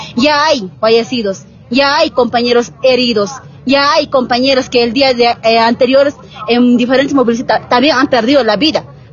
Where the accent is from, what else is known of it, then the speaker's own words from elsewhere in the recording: Bolivia; now in La Paz, Bolivia; el verdadero pueblo boliviano estamos en las calles